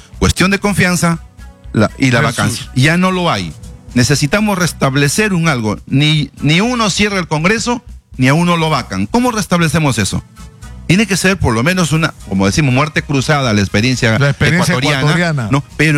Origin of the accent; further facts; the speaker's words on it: Peru; nosotros pues tenemos una gran ventaja como peruanos, ¿no?